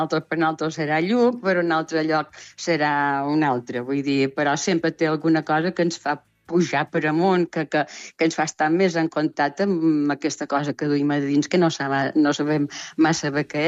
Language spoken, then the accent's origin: Catalan; Balearic Islands, Spain